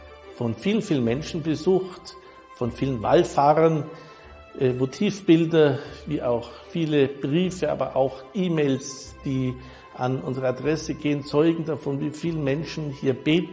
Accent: Augsburg, Bavaria, Germany; now in Wies, Germany; Ich bin ein gebürtiger Augsburger

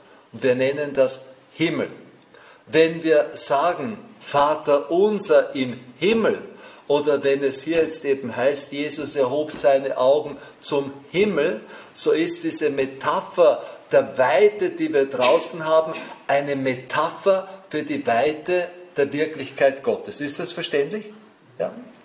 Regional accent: Austria; Bei uns in Österreich und ich glaube auch in Bayern und in anderen Ländern ein staatlicher Feiertag.

